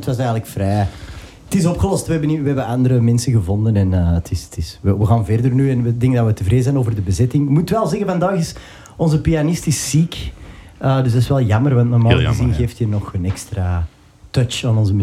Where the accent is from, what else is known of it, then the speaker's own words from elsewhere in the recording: Ekeren, Flanders, Belgium; Ik ben van Ekeren, dus dat hoort erbij.